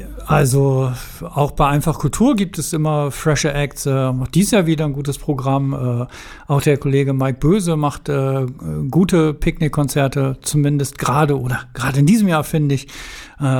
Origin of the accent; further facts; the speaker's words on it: Wilhelmshaven, Lower Saxony, Germany; Fast ähnlich wie ja der Kern, der aus meiner Heimatstadt kommt, aus Wilhelmshaven